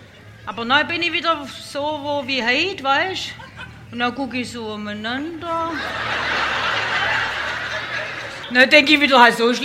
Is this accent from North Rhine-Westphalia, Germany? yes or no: no; Baden-Württemberg, Germany; accent: Swabian; Nein, wir sind halt Schwabe. Ich bin sehr stolz, ein Schwabe zu sein. Und ich schwätze auch gern Schwäbisch.